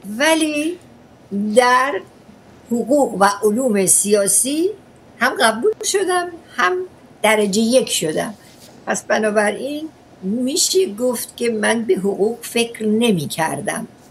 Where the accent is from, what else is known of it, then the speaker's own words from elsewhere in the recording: Ahvaz, Khuzestan, Iran; ولی در اهواز دنیا اومدم، دیپلمم هم در اهواز گرفتم. در اهواز اون زمان شهر عقب افتاده بود ولی بعدن خب تغییرات بزرگی کرد.